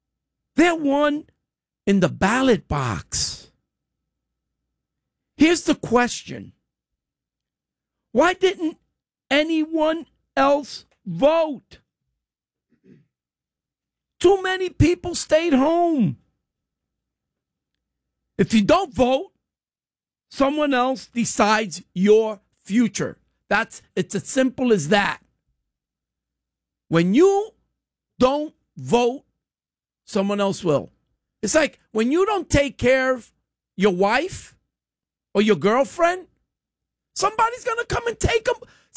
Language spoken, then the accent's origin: English; United States; we have as American citizens and as Americans